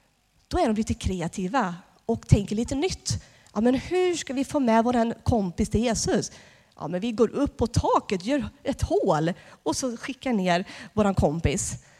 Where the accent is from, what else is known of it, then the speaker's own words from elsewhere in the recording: Tidaholm, Västra Götaland County, Sweden; Vi var ett gäng ungdomar i Tidaholm då, där jag växte upp